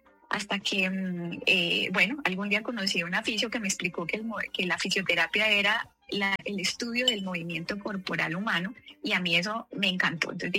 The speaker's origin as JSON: {"language": "Spanish", "region": "Bogotá", "country": "Colombia", "tie": "born or raised there", "said": "Yo nací en Bogotá, en un hogar donde tuve pues una mamá cristiana, una mamá que me enseñaba a amar a Jesús, y un papá muy católico"}